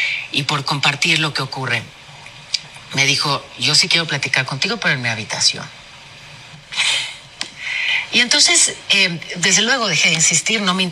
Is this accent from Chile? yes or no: no; Mexico; soy periodista mexicana